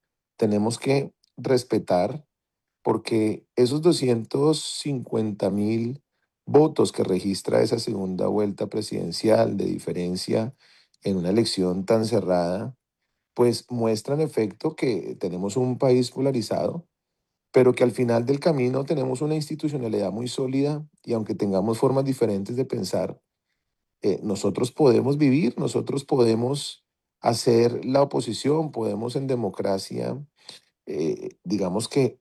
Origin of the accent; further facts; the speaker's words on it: Colombia; somos colombianos